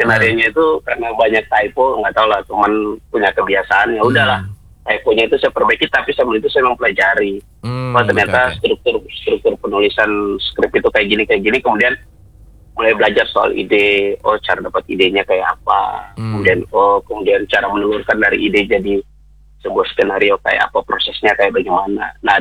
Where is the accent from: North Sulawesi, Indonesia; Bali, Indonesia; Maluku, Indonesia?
Maluku, Indonesia; saya asli Maluku